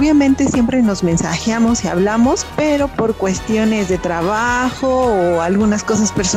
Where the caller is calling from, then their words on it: Puebla, Mexico; los escucho desde Concepción, Las Lajas.